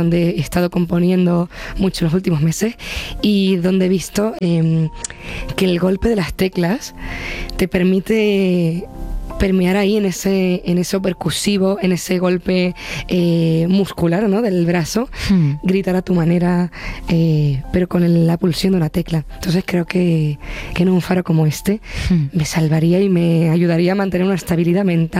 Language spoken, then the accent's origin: Spanish; Los Llanos de Aridane, Canary Islands, Spain; que toqué en la plaza de los Llanos de Aridane, en mi pueblo, frente a mi pueblo gratuitamente y sobre todo frente a mi abuela.